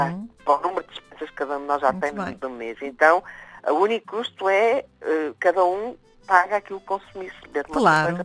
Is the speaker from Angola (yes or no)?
no; Portugal; now in Brussels, Belgium